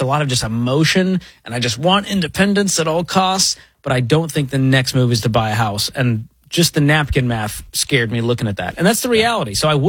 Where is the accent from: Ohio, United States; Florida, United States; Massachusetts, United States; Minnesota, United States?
Massachusetts, United States; Boston; moved away as an adult; I grew up in Boston. And at 20, I moved, not because of the cost of living